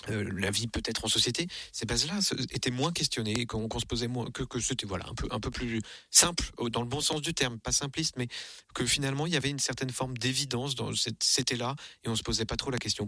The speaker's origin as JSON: {"language": "French", "town": "Versailles", "region": "Île-de-France", "country": "France", "tie": "born there"}